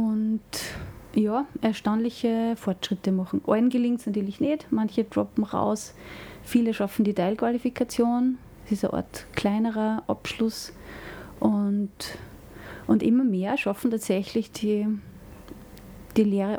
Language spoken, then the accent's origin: German; Ebensee, Upper Austria, Austria; Ich bin aus Ebensee, ich bin aus der Gegend